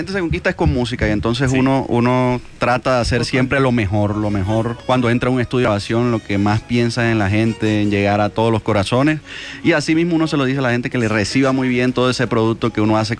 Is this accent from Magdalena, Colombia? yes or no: yes; Fundación, Magdalena, Colombia; somos de Fundación Magdalena